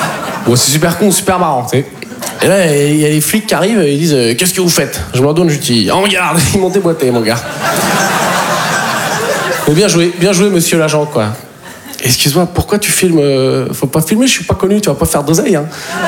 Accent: Poitiers, Nouvelle-Aquitaine, France

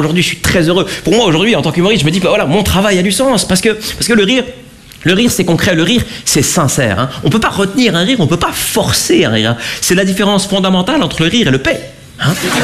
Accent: Lausanne, Vaud, Switzerland

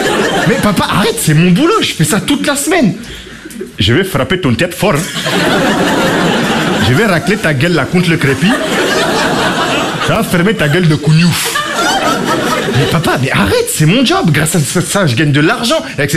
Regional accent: Clermont-Ferrand, Auvergne-Rhône-Alpes, France; Donc, oui, puis je comprends pas d'où me vient cet accent, là. Je suis de Clermont-Ferrand, moi, là-bas.

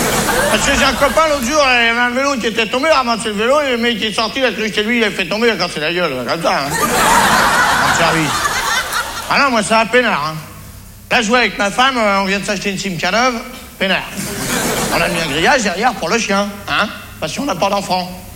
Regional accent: France

